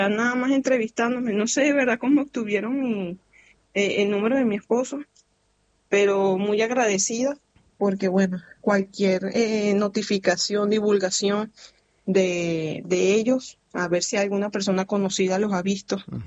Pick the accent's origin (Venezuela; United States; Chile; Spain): Venezuela